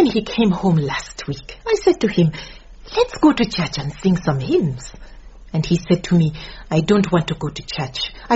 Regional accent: Francistown, North-East District, Botswana; now in Mochudi, Botswana; I am originally from Francistown, but now I live in Mochudi. And that is where I am working at the moment.

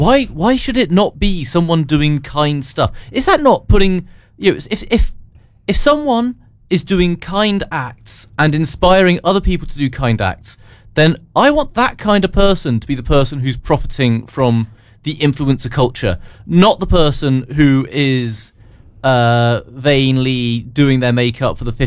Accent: United Kingdom; we're British.

